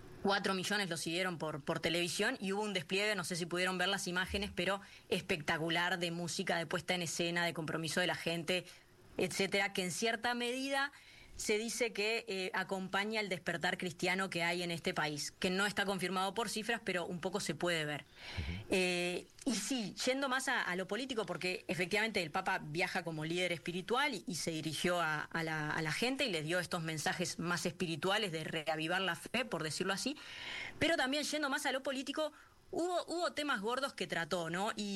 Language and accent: Spanish; Uruguay; como uruguayos, somos un poco herederos de esa cultura o de ese intelectualismo.